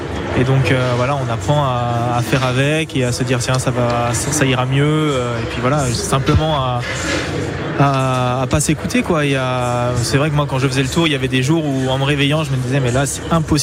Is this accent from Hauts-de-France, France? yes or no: no; Mulhouse, Grand Est, France; moved away; suis né à Mulhouse